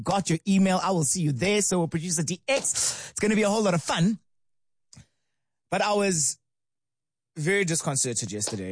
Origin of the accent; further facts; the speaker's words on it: Bethlehem, Free State, South Africa; Don't go to Bethlehem, my hometown